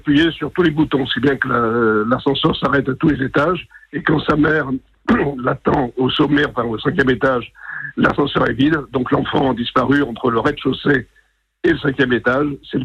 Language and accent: French; Bordeaux, Nouvelle-Aquitaine, France; moved away; je rentre à Bordeaux, puisque je suis originaire de Bordeaux